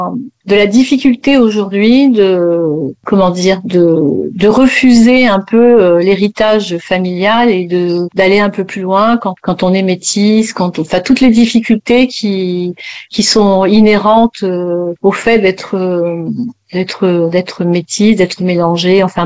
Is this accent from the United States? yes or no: no; French Guiana; j'avais aussi beaucoup de choses à dire sur ce qui se passe chez moi en Guyane